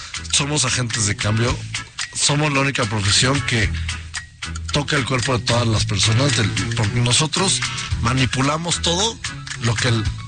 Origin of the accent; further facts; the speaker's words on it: Mexico; los cocineros mexicanos